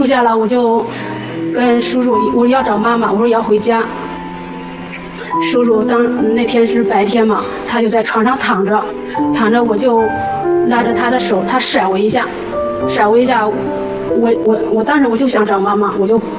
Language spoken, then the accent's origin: Chinese; Handan, Hebei, China; 我是来自河北邯郸的。